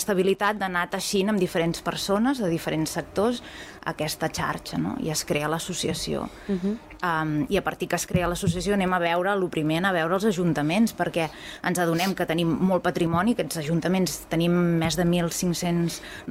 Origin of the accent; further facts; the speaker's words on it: Castelltallat, Catalonia, Spain; jo sóc de Castelltallat